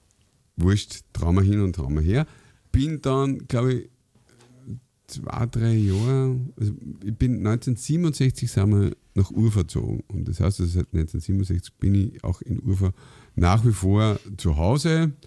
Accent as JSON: {"language": "German", "town": "Linz", "region": "Upper Austria", "country": "Austria", "tie": "born there", "also_born_or_lived": "Urfahr", "said": "Ich bin natürlich in Linz geboren, wirklich, also von da, wo Kulturhof jetzt ist, 200 Meter weiter drüben."}